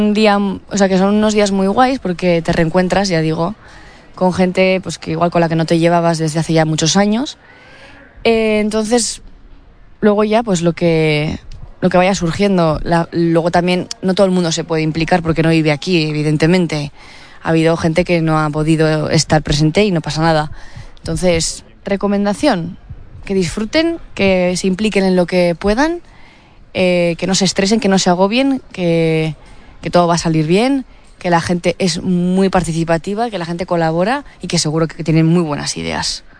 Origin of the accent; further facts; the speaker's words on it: Estella, Navarre, Spain; nosotros somos varias cuadrillas de Estella que ya están muy formadas de hace ya muchos años, desde la adolescencia o desde antes incluso